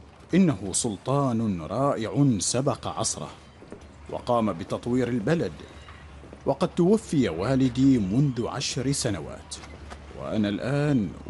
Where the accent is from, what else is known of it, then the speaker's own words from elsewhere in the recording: Yemen; إذن أنا عربي مثلك من اليمن، وأجدادي قد عاشوا في مملكة سبأ وحمير.